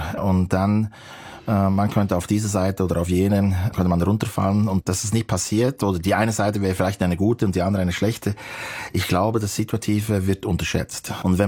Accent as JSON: {"language": "German", "region": "Bern", "country": "Switzerland", "said": "ich sage immer, wenn man sagt, und woher kommen Sie oder wer sind Sie, sage ich immer, ich bin ein Berner Oberländer. Und das ist auch so ein Reflex. Dabei, ich könnte dort wahrscheinlich nicht mehr leben."}